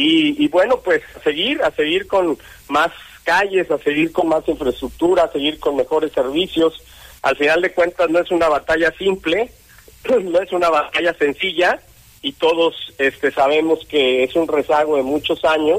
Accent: Zitácuaro, Michoacán, Mexico; Todos somos embajadores de Zitácuaro

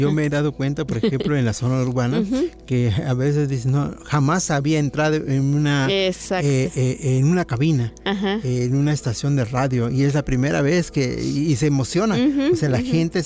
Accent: Mexico; first language Nahuatl; Spanish is a second language; a veces hablan más español que náhuatl. Precisamente dijimos, no, vamos a conversar un poco más en nuestra lengua materna.

